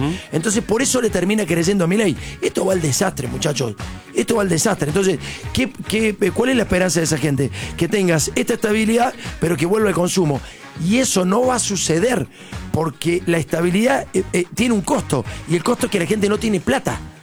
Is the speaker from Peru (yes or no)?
no; Argentina